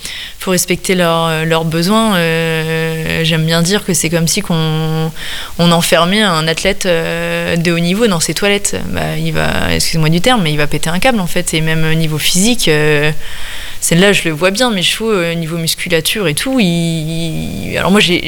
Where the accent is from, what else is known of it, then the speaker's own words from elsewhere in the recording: Normandy, France; moved away as an adult; now in Centre-Bretagne, France; en tant que bonne Normande, très attachée à ma terre